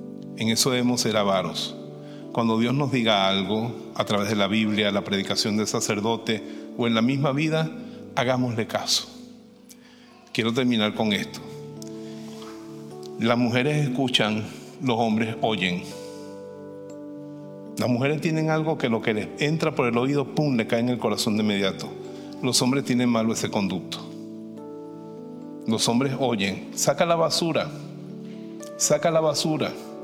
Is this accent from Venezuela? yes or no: yes; Venezuela; Ella vivía allá en mi tierra, en Venezuela.